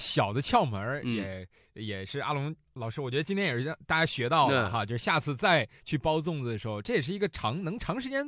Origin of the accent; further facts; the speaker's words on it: northern China, China; 我是一个北方人